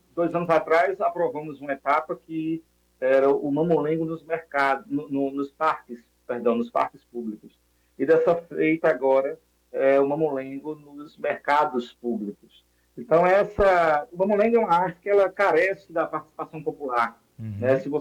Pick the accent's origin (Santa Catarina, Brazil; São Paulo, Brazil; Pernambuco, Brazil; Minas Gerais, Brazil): Pernambuco, Brazil; Quiúma; born there; Eu nasci em Quiúma, entre Teume e Carpina.